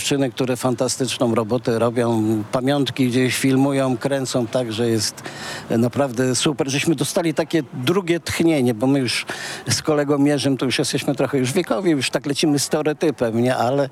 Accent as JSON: {"language": "Polish", "town": "Gryfów Śląski", "region": "Lower Silesian Voivodeship", "country": "Poland", "tie": "born or raised there", "said": "urodziłem się w Gryfowie Śląskim na porodówce"}